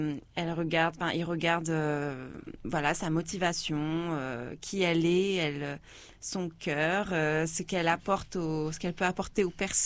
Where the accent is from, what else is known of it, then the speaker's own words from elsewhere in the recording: Saint-Paul, Réunion; Alors, je me présente … j'ai 28 ans et je viens de Saint-Paul.